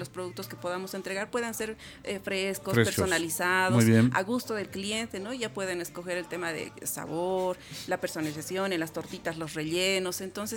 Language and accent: Spanish; Bolivia; tenemos que recordar a Bolivia con mucho orgullo y decir que somos bolivianos.